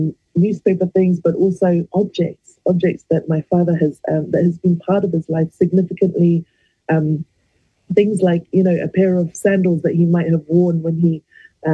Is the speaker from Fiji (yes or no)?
yes; Suva, Central Division, Fiji; now in Kapiti Coast, New Zealand; I was born in Fiji. Suva is my hometown. But I've been here in Aotearoa for 25 years.